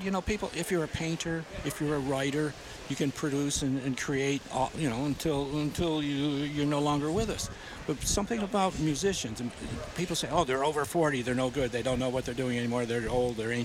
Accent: Syracuse, New York, United States; moved away; In my hometown of Syracuse.

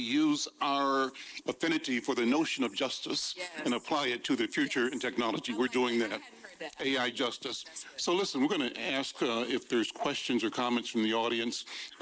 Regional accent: Kansas City, United States; when I grew up in Kansas City

